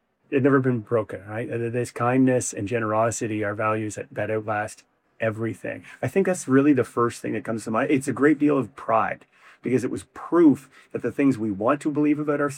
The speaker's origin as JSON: {"language": "English", "town": "Fredericton", "region": "New Brunswick", "country": "Canada", "tie": "born or raised there", "said": "Fredericton right now in my hometown"}